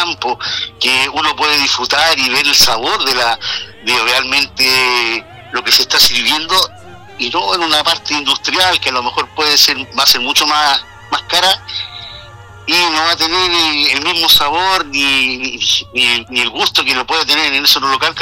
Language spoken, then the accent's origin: Spanish; Chile; now in Barcelona, Spain